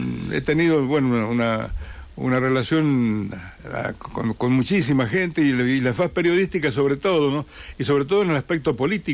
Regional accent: Alvear, Argentina; yo yo nací en Alvear y he vivido toda mi vida en Alvear.

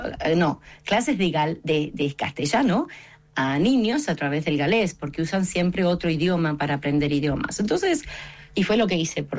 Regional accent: Argentina; now in Wales, United Kingdom; Soy argentina y soy galesa al mismo tiempo.

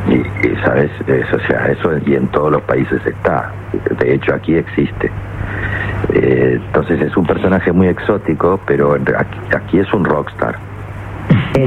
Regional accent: Argentina; now in Spain

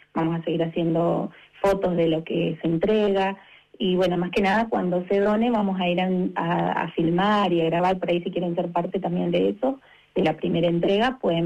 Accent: Chaco, Argentina; moved away; nosotros somos chaqueños, y estamos acá hace 20 años.

